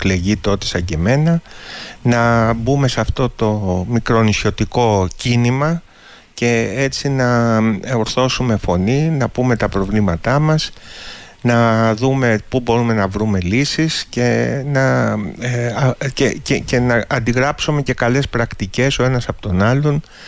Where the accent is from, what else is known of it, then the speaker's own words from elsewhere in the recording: Oinousses, North Aegean, Greece; στο νησί μου της Ινούσες